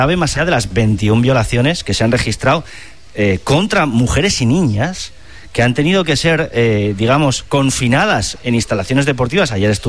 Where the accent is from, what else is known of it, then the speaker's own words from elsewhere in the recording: Spain; es algo de lo que sentimos orgullosos como españoles.